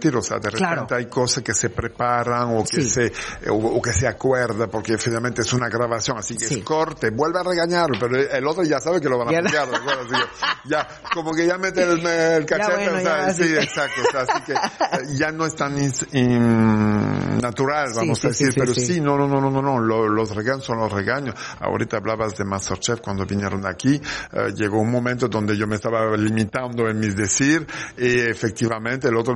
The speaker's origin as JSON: {"language": "Spanish", "country": "France", "said": "y obviamente, como buen francés, si quieres halagar a alguien, como en México, saca tus mejores sí, platillos."}